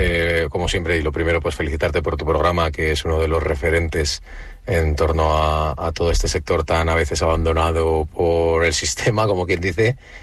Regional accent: Spain; nosotros normalmente los españoles

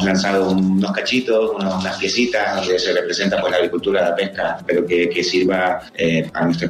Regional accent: Canary Islands, Spain; que también somos agricultura canaria, música en mi caso, que también somos de aquí

